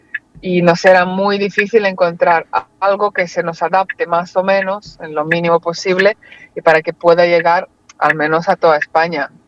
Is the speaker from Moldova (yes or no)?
yes; Moldova; now in Barcelona, Spain; lo vi en una tienda en Moldavia, de donde soy yo, hace como 10 años